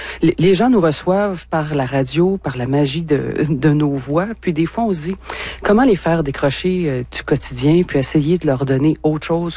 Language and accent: French; Saint-Hyacinthe, Quebec, Canada; Je viens du secteur de la Montérégie à Saint-Hyacinthe. Donc, je suis une mascoutaine.